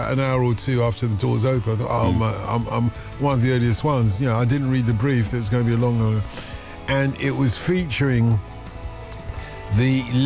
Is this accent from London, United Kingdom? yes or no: yes; Tottenham, London, United Kingdom; You know, considering I grew up in Tottenham, which is exactly the next neighbourhood, I'd never been up that far north in my life.